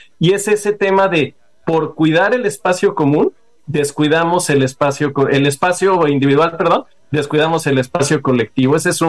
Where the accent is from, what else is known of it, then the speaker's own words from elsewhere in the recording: Mexico; esta contradicción permanente que somos los mexicanos